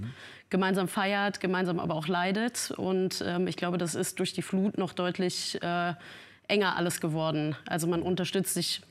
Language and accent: German; Dernau, Rhineland-Palatinate, Germany; Ich bin in Dernau groß geworden, ich bin da tief verwurzelt, habe da alle meine Freunde